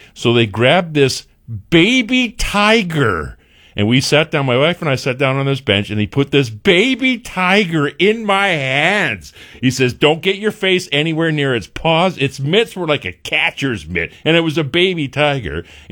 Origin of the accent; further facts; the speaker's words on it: Canada; the guy knew me as a Canadian and he liked Canadians.